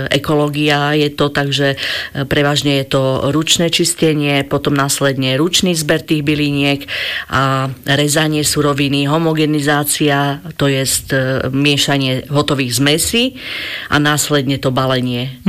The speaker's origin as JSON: {"language": "Slovak", "town": "Šambron", "region": "Prešov Region", "country": "Slovakia", "tie": "born or raised there", "said": "to je vlastne moja rodná dedina a tam aj bývam."}